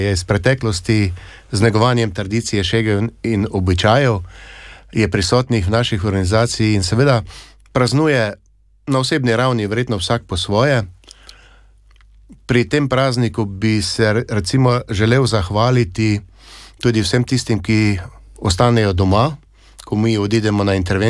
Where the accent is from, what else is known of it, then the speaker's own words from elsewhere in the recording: Styria, Slovenia; Sam prihajam iz Štajerske, pri nas v marsikaterem društvu so obudili običaj, da na predvečer praznovanja svetega Florijana pridijo fanti in zapojejo od hiše do hiše.